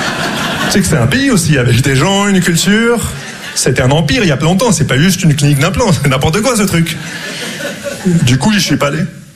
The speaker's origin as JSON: {"language": "French", "town": "Casablanca", "region": "Casablanca-Settat", "country": "Morocco", "tie": "born or raised there", "said": "parce que moi … j'ai grandi au Maroc"}